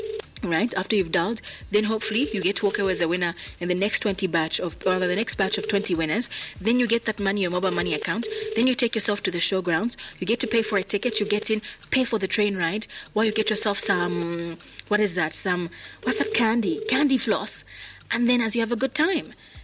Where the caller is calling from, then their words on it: Zambia; I'm calling from Windbeek, Zambia.